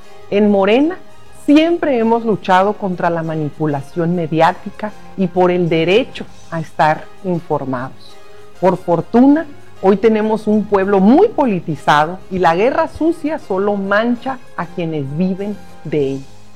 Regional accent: Baja California, Mexico; con el pueblo de mi tierra, Baja California.

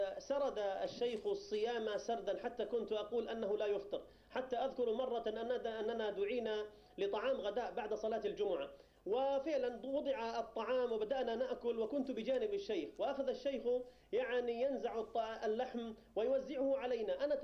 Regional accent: Palestine; بلادنا فلسطين

